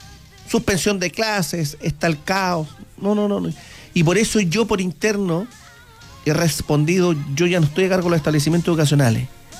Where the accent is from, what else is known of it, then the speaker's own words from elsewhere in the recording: Linares, Maule, Chile; Los que somos oriundos de Linares, nacidos, o quienes han llegado a vivir por la década de los 80, 90